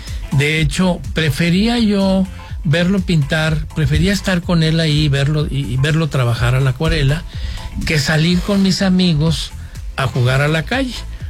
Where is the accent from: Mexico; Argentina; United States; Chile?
Mexico; Saltillo, Coahuila; born there; yo nací aquí en Saltillo, hace ya algunos años.